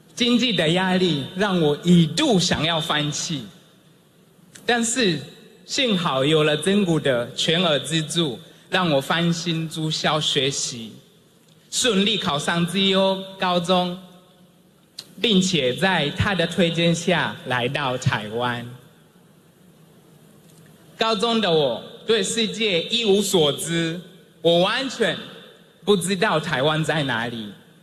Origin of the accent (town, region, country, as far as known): Tanzania; born or raised there; Chinese is a second language; moved away as an adult; now in Taiwan